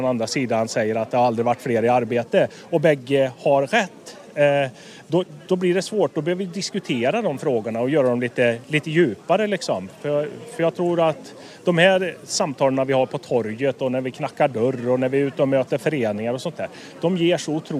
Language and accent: Swedish; Slutarp, Västra Götaland County, Sweden; Jag är uppvuxen ute i Kina Slutarp, men jag har bott i samhället.